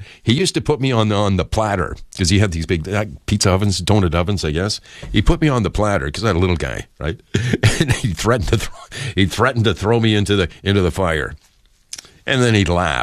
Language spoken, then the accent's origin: English; Lion's Head, Ontario, Canada; I was born and raised in Lions Head, Ontario, Canada, population 420, unless it was windy.